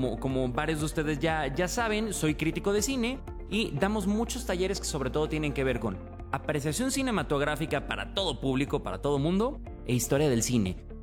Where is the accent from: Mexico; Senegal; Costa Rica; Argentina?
Mexico; más a nosotros siendo mexicanos.